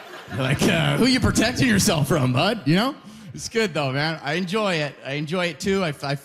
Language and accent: English; Alberta, Canada; I lost 3 friends just because I'm from Alberta